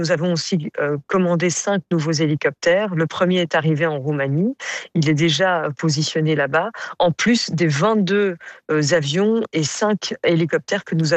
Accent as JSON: {"language": "French", "country": "Belgium", "said": "Et vous le savez sans doute, je suis belge."}